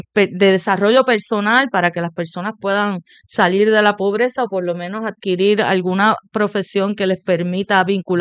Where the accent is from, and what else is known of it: Puerto Rico